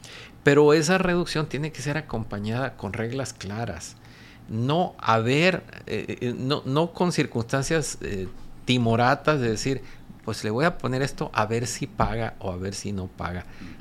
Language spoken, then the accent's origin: Spanish; Mexico; Porque finalmente todos somos mexicanos.